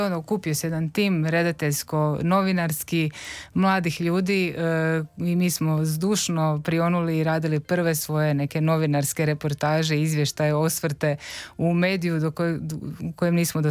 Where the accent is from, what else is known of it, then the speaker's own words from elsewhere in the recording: Zadar, Zadar County, Croatia; moved away as an adult; now in Zagreb, Croatia; kako sam ja rođena i odrasla u Zadru